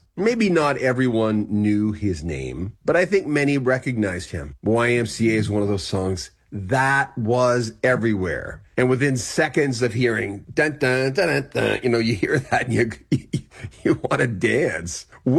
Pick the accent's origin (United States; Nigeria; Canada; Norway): Canada; Miramichi, New Brunswick; Where I grew up in Miramichi, New Brunswick, Newcastle, New Brunswick, Northeast New Brunswick